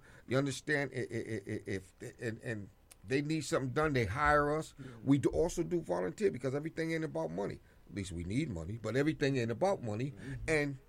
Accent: New York, United States; I grew up in Harlem. I'm telling you, I never heard a Spanish voice in my life. I grew up on 142nd Street in Lenox Avenue.

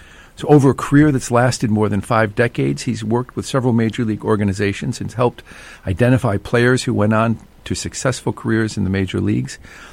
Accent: New York, United States; even though I'm from New York

